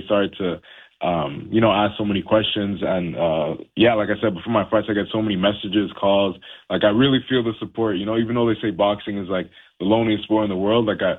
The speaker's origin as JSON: {"language": "English", "country": "Haiti", "also_born_or_lived": "United States", "said": "Because I'm originally from Haiti, and my parents just came down to the States."}